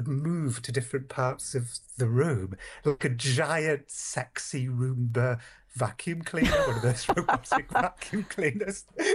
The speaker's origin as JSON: {"language": "English", "region": "Wales", "country": "United Kingdom", "lives_now": "United States", "said": "Right, yes, my home country, Wales, has 427 castles."}